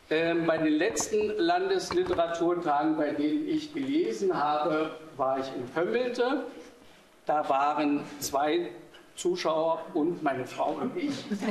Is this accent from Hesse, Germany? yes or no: no; Dessau, Saxony-Anhalt, Germany; ich bin in Dessau geboren und auch aufgewachsen. Ich habe die Stadt verlassen, da hatte sie nur 100.000 Einwohner.